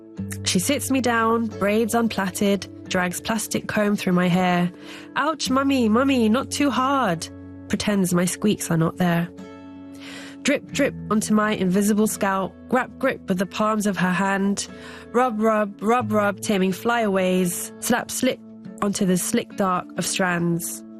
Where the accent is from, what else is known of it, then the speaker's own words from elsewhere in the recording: India; It's a poem about a ritual that I had as a child, that was part of my identity as an Indian, that I actively kind of, as I grew up, was teased about it, and I actively erased it from my life.